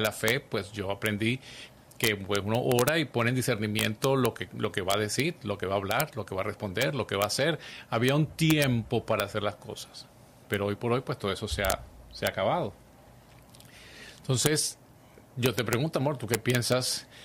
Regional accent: Caracas, Capital District, Venezuela; Yo recuerdo siendo pues ya adulto joven en Caracas, en Venezuela, de donde soy natural, pues no teníamos teléfonos celulares.

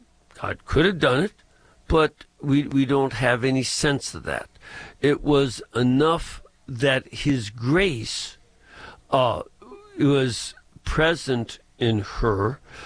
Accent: Chicago, Illinois, United States

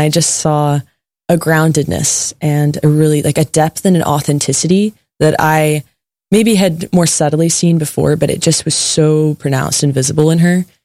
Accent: College Station, Texas, United States; born and raised in College Station, and I've been a friend of Red Sea Catholic Radio ever since I was little.

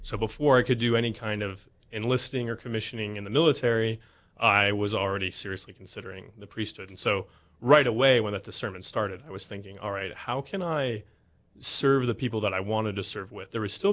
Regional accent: Lakota, North Dakota, United States; also born or lived in Alaska; I grew up in Lakota till I was 12 years old. Then my family moved out of state for a couple years. We actually lived in Alaska, which was an amazing adventure.

